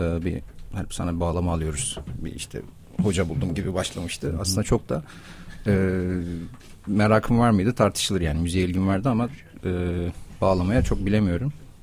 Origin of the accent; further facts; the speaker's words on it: Adana, Turkey; born there; 1991 Adana doğumluyum.